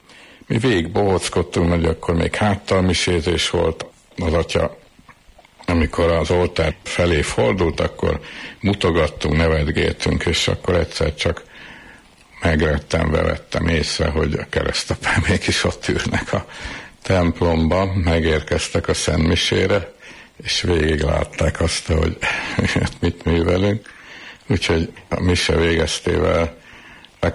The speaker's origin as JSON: {"language": "Hungarian", "region": "Budapest", "country": "Hungary", "tie": "born or raised there", "said": "Rákoshegyen nőttünk föl"}